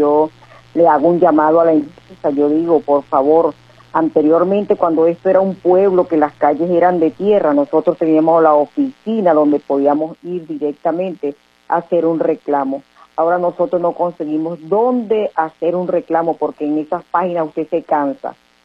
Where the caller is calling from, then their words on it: Venezuela; de acá de la Francisco de Miranda.